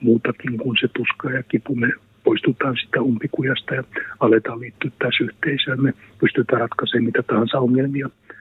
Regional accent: North Savo, Finland; moved away; kun mä olen syntynyt Pohjois-Savossa

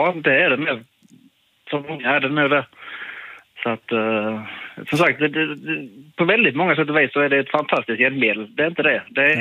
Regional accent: Sweden

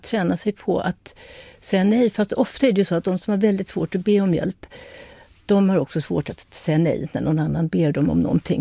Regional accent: Addis Ababa, Ethiopia; born or raised there

